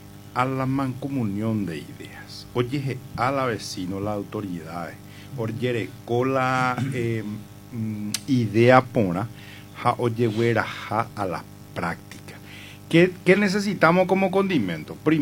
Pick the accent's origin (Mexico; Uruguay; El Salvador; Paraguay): Paraguay; San Estanislao, San Pedro; nosotros al menos que somos de acá, de Santaní